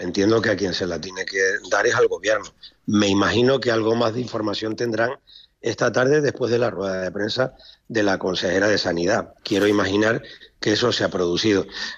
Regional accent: Canary Islands, Spain

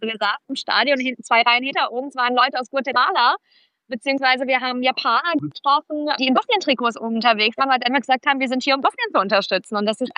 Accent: Germany; born there; also born or lived in Mannheim; Ich bin in Deutschland geboren

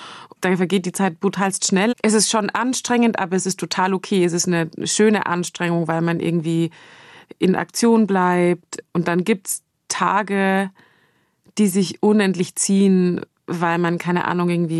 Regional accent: Passau, Bavaria, Germany; In Passau direkt.

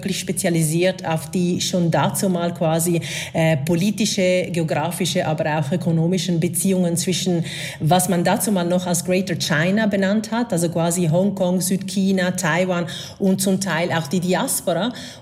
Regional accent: Venice, Veneto, Italy; German is a second language; moved away as an adult; Ja, ich habe in 97 in Venedig, daher wo ich komme, aus Italien, angefangen zu studieren

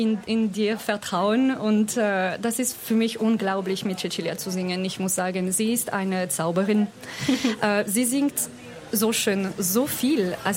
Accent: southern France, France; Ja. Und das ist eigentlich sehr schön, weil ich komme aus Südfrankreich und es ist dort extrem warm.

